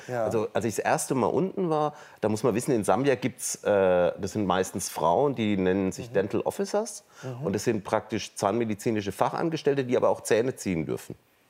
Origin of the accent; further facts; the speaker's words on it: Germany; ich als Deutscher